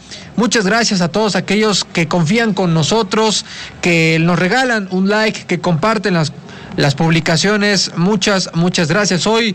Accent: Mexico

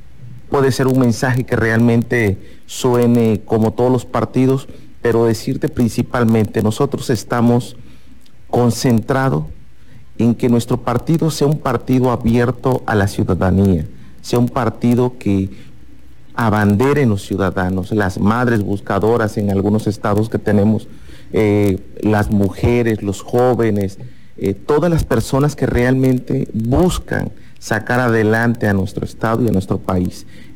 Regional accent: Tabasco, Mexico; Nosotros todos somos mexicanos, todos somos tabasqueños.

